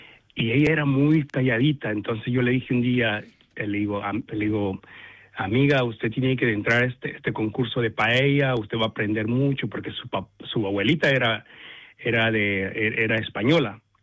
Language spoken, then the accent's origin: Spanish; El Salvador; moved away as an adult; now in Australia; yo soy de El Salvador